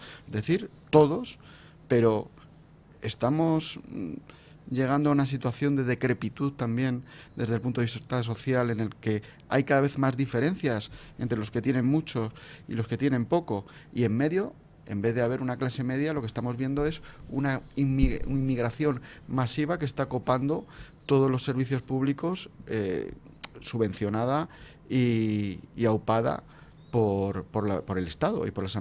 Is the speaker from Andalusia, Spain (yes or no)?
no; Madrid, Community of Madrid, Spain; Yo también he vivido mi niñez en Madrid